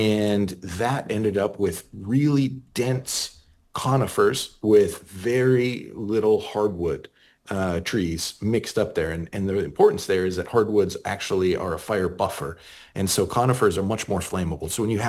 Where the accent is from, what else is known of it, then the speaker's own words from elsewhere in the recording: Colorado, United States; now in San Francisco, United States; Cause I grew up in Colorado